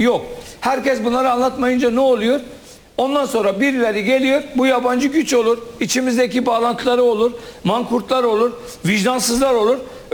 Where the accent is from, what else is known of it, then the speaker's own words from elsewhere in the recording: Kurdistan, Turkey; ben bir Kürt olarak görüyorum